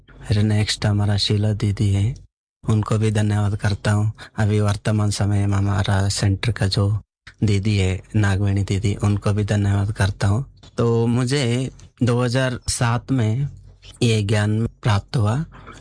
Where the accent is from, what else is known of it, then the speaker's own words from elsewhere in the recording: Karnataka, India; वो एक मेरा गांव जो है चारों तरफ जो है किला बनाया, मतलब पोर्ट है, जो श्री कृष्ण देवराय करके वहां पर हमारा कर्नाटक फेमस मतलब राजा था, उनके नेतृत्व में बनाया था हमारा गांव का किला.